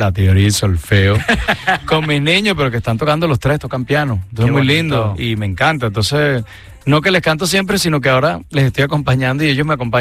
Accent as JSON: {"language": "Spanish", "country": "Venezuela", "said": "yo me siento muy venezolano, sí. pero de raíces españolas."}